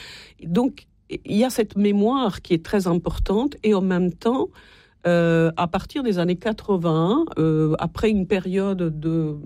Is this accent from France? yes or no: no; Italy; Vous savez, moi, je suis italienne, je ne viens pas d'un pays...